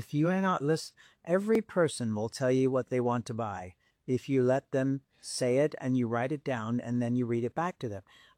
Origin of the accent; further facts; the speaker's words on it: England, United Kingdom; now in United States; Well, I mean, I came from England to America for opportunity.